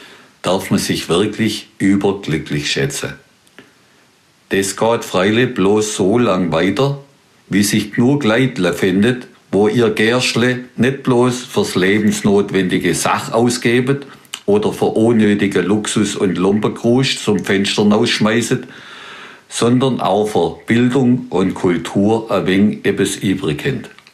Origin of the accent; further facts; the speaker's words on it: Baden-Württemberg, Germany; accent: Swabian; first language Swabian; dass ich als Schwätzer und Schreiber in meiner Muttersprache Schwäbisch unterwegs sein darf